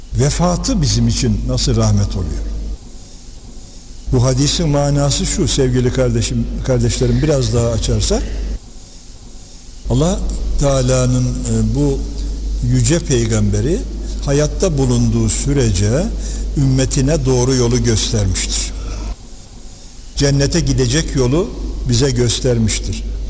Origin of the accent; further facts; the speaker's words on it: Yozgat, Turkey; bizim oralarda o şey vardır, Yozgat ve civarında